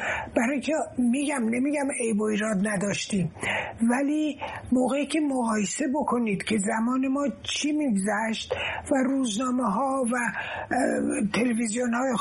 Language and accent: Persian; Iran; moved away; مهمتر از برگشتن من به ایران، واقعا دیگه چند روز دیگه میشه 84 سالم